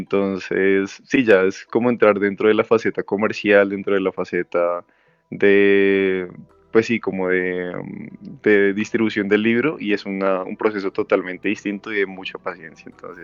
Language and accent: Spanish; Colombia